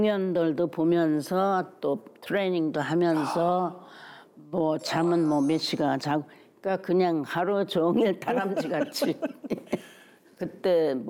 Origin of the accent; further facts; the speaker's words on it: South Korea; now in New York, United States; 그 매일 있는데 이제 한국 사람으로는 처음.